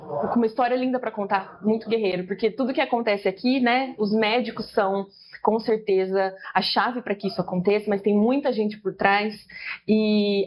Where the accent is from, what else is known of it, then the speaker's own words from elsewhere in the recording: Lins, São Paulo, Brazil; Nós somos da cidade de Lins. Lins é 1h30 daqui